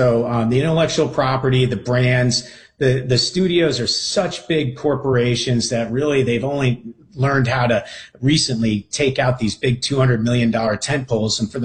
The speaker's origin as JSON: {"language": "English", "town": "Palm Beach Shores", "region": "Florida", "country": "United States", "tie": "born or raised there", "said": "So I grew up in Palm Beach on Palm Beach Shores, which was a little town at the bottom of Singer Island."}